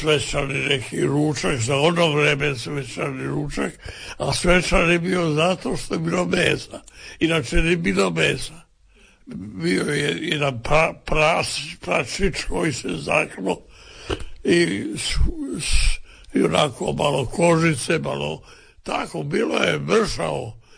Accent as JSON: {"language": "Croatian", "town": "Premantura", "region": "Istria County", "country": "Croatia", "tie": "born or raised there", "said": "ja sam hrvatski narodnjak, rodom iz Istre, iz Premanture."}